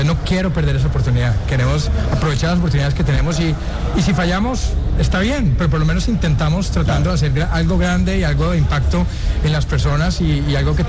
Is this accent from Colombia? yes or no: yes; Colombia; pero yo soy colombiano, entonces mi corazón está en Colombia